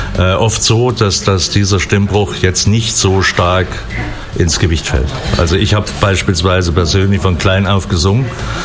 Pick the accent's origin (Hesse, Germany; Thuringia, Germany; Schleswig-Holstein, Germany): Thuringia, Germany; Das als Thüringer mal original zu sagen.